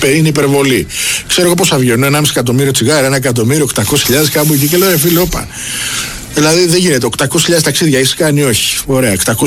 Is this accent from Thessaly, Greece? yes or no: no; Piraeus, Attica, Greece; Είμαι Πειραιώτης, έχω γεννηθεί εδώ πιο δίπλα, δηλαδή.